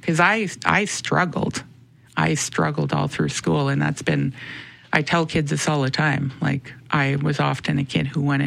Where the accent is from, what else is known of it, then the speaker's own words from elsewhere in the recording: Winnipeg, Manitoba, Canada; I always knew I was Indigenous, you know, I always knew I was Métis. Growing up in the North End